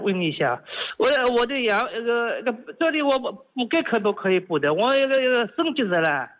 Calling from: Yuyao, Zhejiang, China; 宁波余姚。

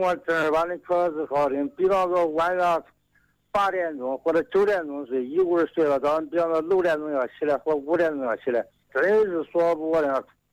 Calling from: Xiangyang, Hubei, China; 我是湖北襄阳这个浮漂中心村。一组。

